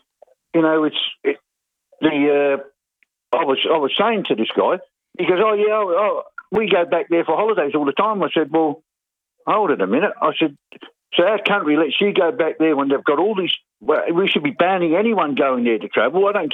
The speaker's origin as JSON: {"language": "English", "country": "Burundi", "lives_now": "South Africa", "said": "And I've just opened up a shop. I come from Burundi. And I thought my family would be here."}